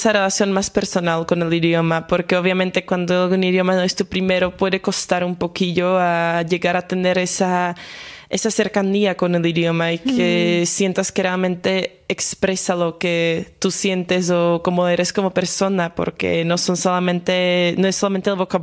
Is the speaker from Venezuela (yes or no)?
no; Slovakia; first language Slovak; Spanish is a second language; porque en eslovaco, por ejemplo, yo por eso tengo el acento bastante marcado, porque nosotros ponemos el acento siempre en la primera sílaba de la palabra. En español es completamente diferente